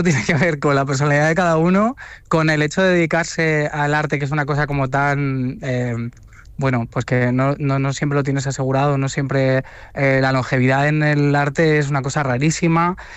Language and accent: Spanish; Castilla-La Mancha, Spain; moved away; Es muy bonito que desde mi tierra pues me propongan